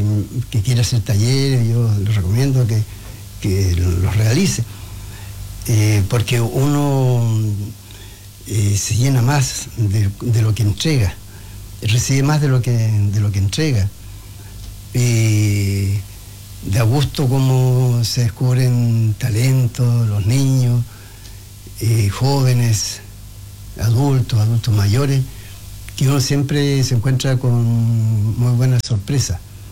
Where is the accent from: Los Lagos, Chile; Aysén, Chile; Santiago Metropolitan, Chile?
Aysén, Chile; Coyhaique; Yo soy de Coyhaique, le dije